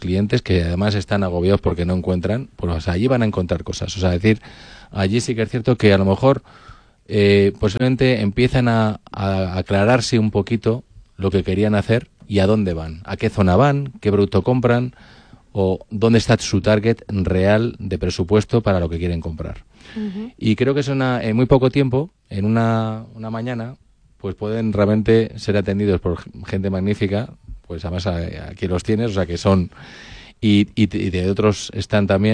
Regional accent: Spain; somos latinos, somos españoles, y hay una cosa que nos gusta mucho y es el contacto físico.

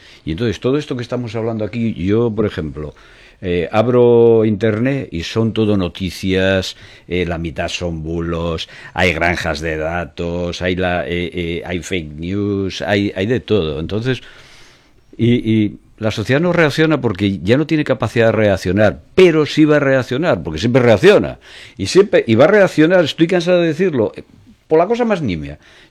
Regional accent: Spain; debo ser el único español

